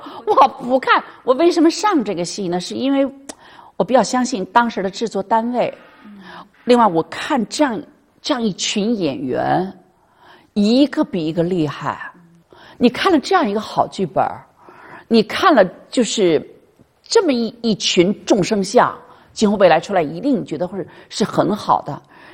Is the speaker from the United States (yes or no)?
no; Beijing, China; 我北京人啊，我这根本不会说。